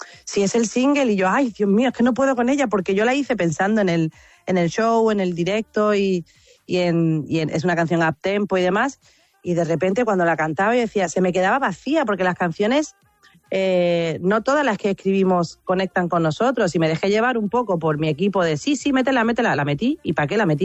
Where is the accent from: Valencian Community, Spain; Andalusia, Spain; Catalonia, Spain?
Andalusia, Spain; pero prácticamente estamos en Andalucía, y mira, tocar en mi tierra, eso es lo más cercano a una residencia que puedo tener.